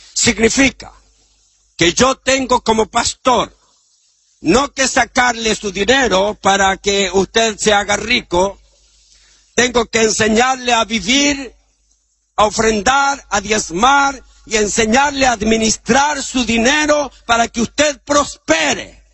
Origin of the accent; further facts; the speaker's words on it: Chile; Yo estaba en mi país, en la comuna de Maipú